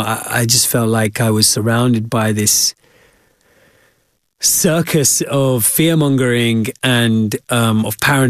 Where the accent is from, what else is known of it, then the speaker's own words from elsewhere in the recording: Wembley, London, United Kingdom; I grew up in Wembley.